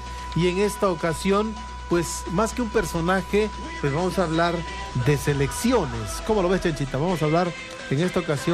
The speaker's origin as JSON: {"language": "Spanish", "country": "Mexico", "said": "para México, para nuestro país"}